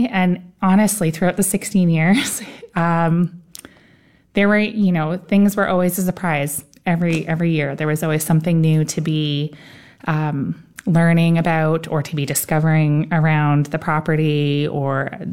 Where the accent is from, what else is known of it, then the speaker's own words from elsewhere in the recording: Burlington, Ontario, Canada; I grew up in Burlington, Ontario.